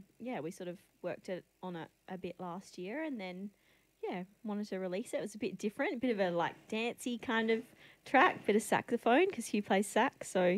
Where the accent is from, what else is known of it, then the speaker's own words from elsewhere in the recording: Kadina, South Australia, Australia; I grew up in Kadena on the York Peninsula, and then went to boarding school and then went to uni.